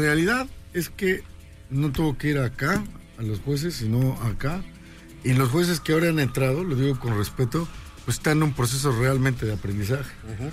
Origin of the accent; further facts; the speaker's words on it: Tlaxcala, Mexico; Yo en mi pueblo vengo de Tlaxcala